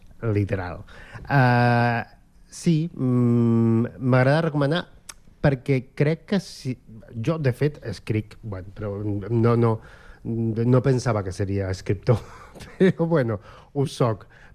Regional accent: Argentina; Catalan is a second language; moved away; Abans d'aprendre a escriure castellà, perquè sóc d'Argentina

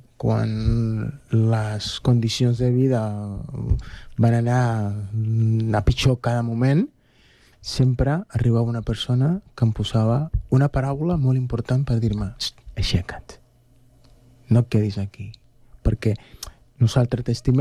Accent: Cuba; venim de Cuba. A Cuba hem viscut moltes coses

